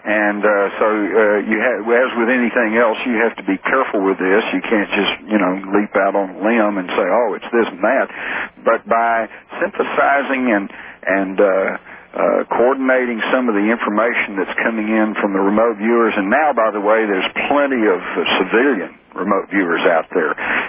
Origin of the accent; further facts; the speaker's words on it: Fort Worth, Texas, United States; accent: Texas; I'm born and raised in Fort Worth.